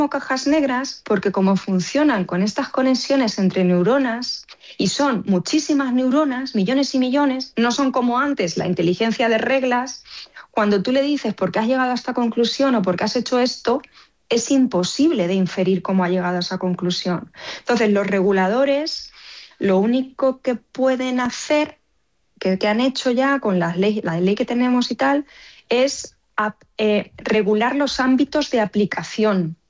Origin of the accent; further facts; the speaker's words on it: Villarrobledo, Castilla-La Mancha, Spain; now in Chinchilla de Montearagón, Spain; yo soy de Villarrobledo. Ahora vivo en Chinchilla de Montaragón, pero soy de Villarrobledo.